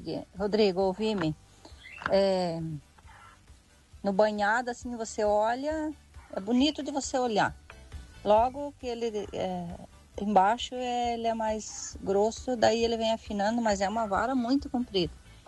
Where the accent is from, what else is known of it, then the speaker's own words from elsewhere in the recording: Rio Rufino, Santa Catarina, Brazil; now in Pinhalzinho, Brazil; E é a minha terra natal, é Rio Rufino, sim. Eu já tô há 35 anos para cá, com a Pinhalzinha, né? Morei em Serral. E é uma cidade muito boa de viver. Cidade pequena, é menor que Modelo. É bem pequenininha, poucos habitantes.